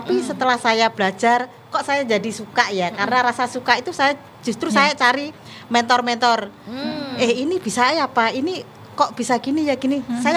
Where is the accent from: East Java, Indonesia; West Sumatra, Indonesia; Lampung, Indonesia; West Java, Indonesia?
East Java, Indonesia; Nganjuk; now in Madiun, Indonesia; Saya dari Kota Angin Nganjuk ke Kota Madiun.